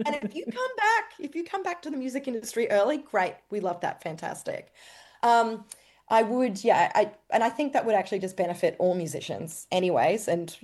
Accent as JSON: {"language": "English", "town": "Brisbane", "region": "Queensland", "country": "Australia", "said": "We come from Brisbane"}